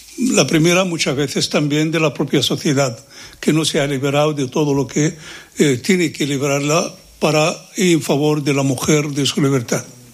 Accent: Palestine; Spanish is a second language; moved away as an adult; yo llegué como un estudiante militante desde Palestina. Yo no tengo ningún problema, sino todo el orgullo del mundo. Llegué militando el Partido Comunista Palestino, por tradición familiar.

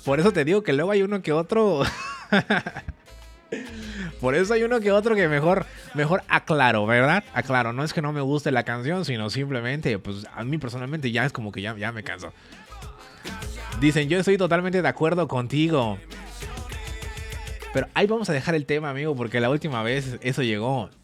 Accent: Puebla, Mexico; Yo soy de Puebla, pero media tiene riquísima gastronomía.

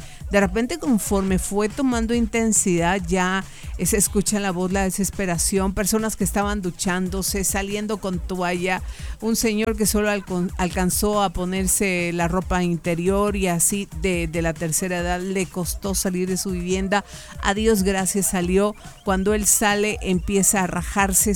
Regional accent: Guatemala; Como guatemaltecos, con empatía, sentimos dolor

